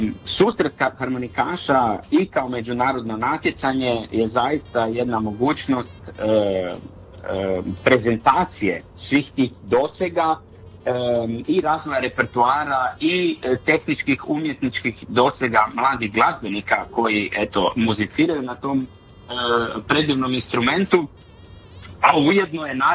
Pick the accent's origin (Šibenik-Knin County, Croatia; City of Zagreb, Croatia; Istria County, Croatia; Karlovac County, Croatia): Istria County, Croatia; pogotovo kod nas u Istri